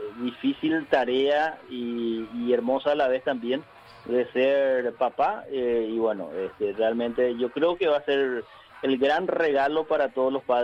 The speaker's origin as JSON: {"language": "Spanish", "country": "Paraguay", "said": "muchos de los que hoy somos paraguayos."}